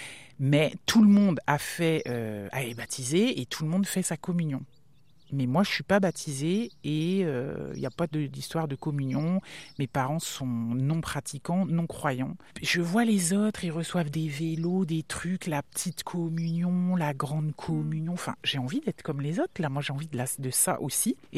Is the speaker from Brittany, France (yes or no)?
yes; Saint-Coulitz, Brittany, France; also born or lived in Brest; now in Paris, France; nous sommes à Saint-Coulis, qui est le village de l'enfance, quoi. Mes premiers... Enfin, j'en ai quelques souvenirs un peu d'avant, mais bah, c'est là que je me suis forgée, si je puis dire.